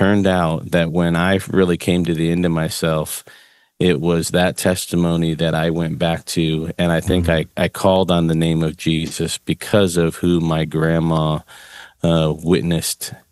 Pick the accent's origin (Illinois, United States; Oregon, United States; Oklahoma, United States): Illinois, United States; No, you know, I grew up in the Chicago suburbs, to, you know, a young, my mom and dad were really young when they had me.